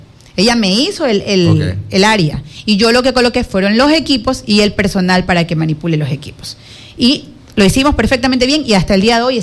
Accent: El Empalme, Guayas, Ecuador; saludar a mi pueblo, de saludar a mi cantón, el Empalme.

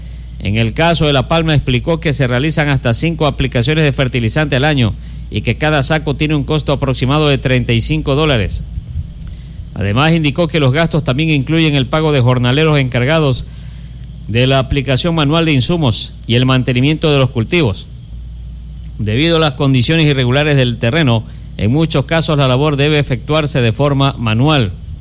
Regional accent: Los Ríos, Ecuador; Nuestra bendita provincia de Los Ríos, bendito suelo.

